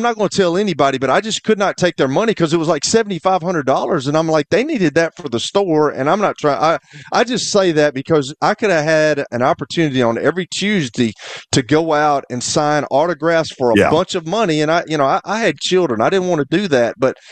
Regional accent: Fayetteville, North Carolina, United States; I'm from Fayetteville, man. Y'all know I'm country as cornbread

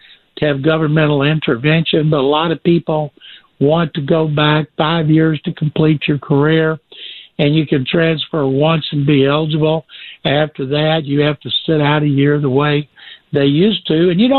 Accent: Texas, United States; I grew up in Texas

